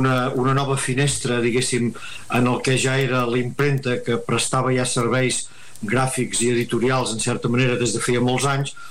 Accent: Catalonia, Spain; tenim els bergadans

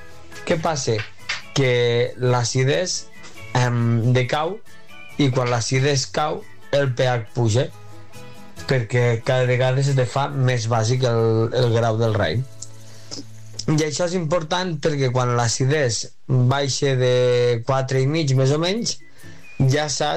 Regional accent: Almenar, Catalonia, Spain; Mira, nosaltres enguany hem tingut festa major, que jo sóc d'Almenar, i cada any és el tercer cap de setmana de setembre

